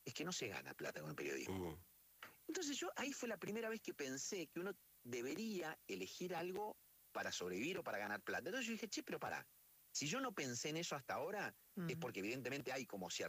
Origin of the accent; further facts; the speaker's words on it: Córdoba, Argentina; born there; No nací en Rafaela.